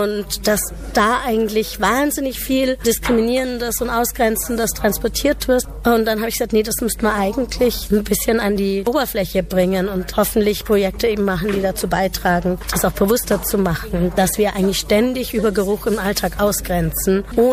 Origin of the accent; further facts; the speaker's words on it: Munich, Bavaria, Germany; born there; also born or lived in Kolkata; ich bin in München geboren, lebe halb zwischen München und Kalkutta.